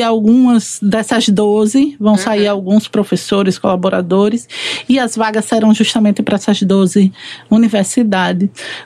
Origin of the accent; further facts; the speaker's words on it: Sergipe, Brazil; A gente sente o nordestino, ele sempre saudade de casa no meio